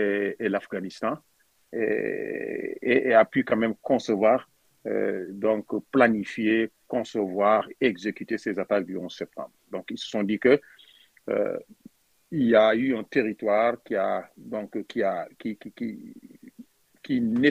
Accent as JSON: {"language": "French", "country": "Senegal", "moved": "yes", "said": "au niveau du Sénégal, qui est mon pays qui partage, donc mon pays d'origine qui partage une frontière avec le Mali"}